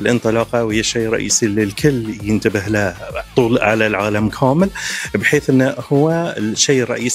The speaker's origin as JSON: {"language": "Arabic", "country": "Bahrain", "said": "احنا عددنا كفريق من البحرين تقريبا 44 شخص"}